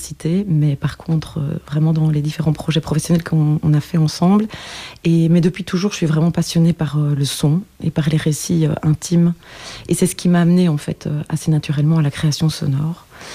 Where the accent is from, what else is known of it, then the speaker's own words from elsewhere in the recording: Wallonia, Belgium; moved away as an adult; now in Brussels, Belgium; moi-même donc je suis ardennaise, j'habite à Bruxelles depuis plus de 25 ans, donc depuis que j'étudie